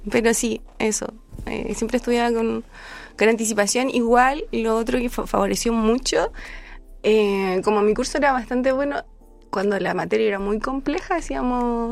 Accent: Chillán, Ñuble, Chile; born there; Soy de Chillán.

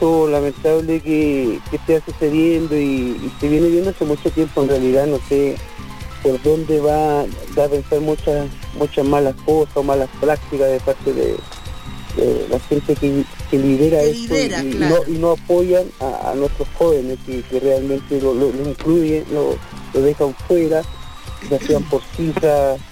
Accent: Antofagasta, Chile; mi pueblo, yo siendo un atacameño

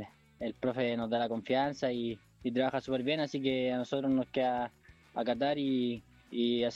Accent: Hualqui, Biobío, Chile; Tengo 21, soy de Hualqui.

